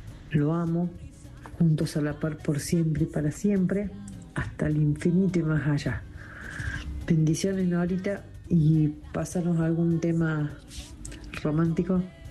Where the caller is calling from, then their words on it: Córdoba, Argentina; de Alto General Paz.